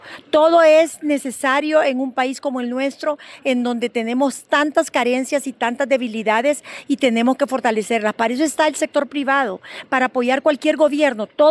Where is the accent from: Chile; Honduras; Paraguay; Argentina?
Honduras; Los hondureños, todos somos hondureños. Todos tenemos que trabajar en pro de nuestra patria.